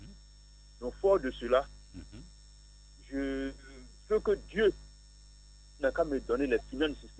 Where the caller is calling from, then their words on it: Abidjan, Côte d’Ivoire; Cocody à Toba. Cocody à Toba.